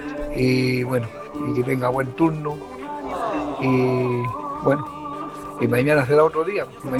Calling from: Viña del Mar, Valparaíso, Chile; de la Villa Independencia de Viña del Mar.

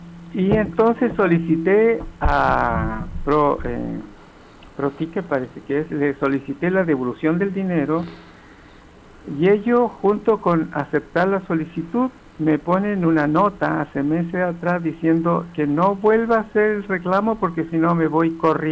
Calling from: Viña del Mar, Valparaíso, Chile; De acá de la Villa Independencia.

